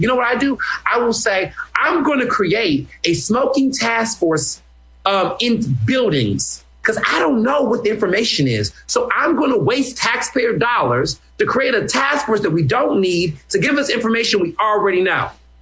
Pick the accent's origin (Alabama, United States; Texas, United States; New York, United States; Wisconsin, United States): Texas, United States; Houston; also born or lived in Chicago; now in Philadelphia, United States; I was born in Chicago. I grew up in Houston.